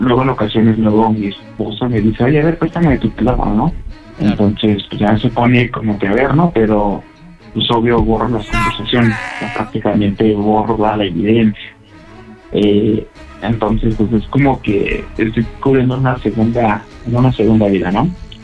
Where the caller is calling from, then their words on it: Coahuila, Mexico; tengo lo que son 30 años y soy de aquí de Coahuila.